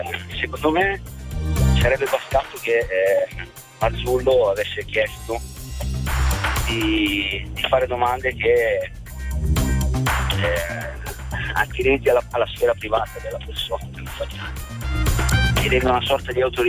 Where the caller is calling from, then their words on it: Lombardy, Italy; vivo in un paese vicino a Milano, si chiama Avanzago.